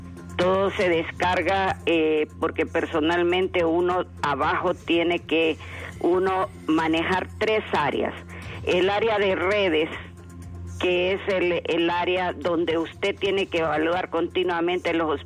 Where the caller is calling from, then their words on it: Honduras; como buena hondureña